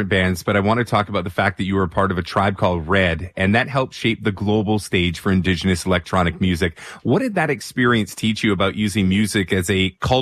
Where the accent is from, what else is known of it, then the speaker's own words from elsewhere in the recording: Scarborough, Ontario, Canada; I grew up in Scarborough, so I grew up in the era of … a lot of like dance hall underground parties and basements